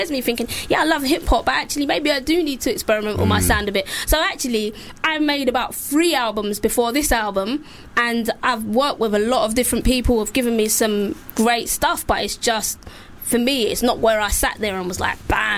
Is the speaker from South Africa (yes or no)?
no; London, United Kingdom; I grew up in Stepney